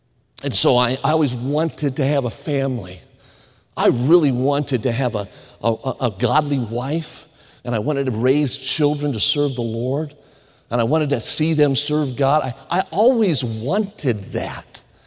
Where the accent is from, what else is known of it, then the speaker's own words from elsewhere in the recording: Las Vegas, Nevada, United States; I grew up in Las Vegas, Nevada, the most boring city in America for a kid